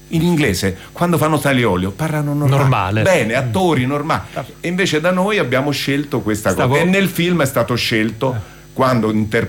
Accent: Rome, Lazio, Italy; L'importante è che non si sente quando uno è romano, come sono io, e che parlando con voi si sente che sono romano

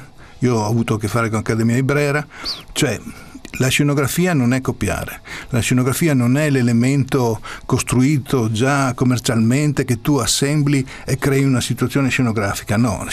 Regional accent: Pordenone, Friuli-Venezia Giulia, Italy; io sono di Pordenone

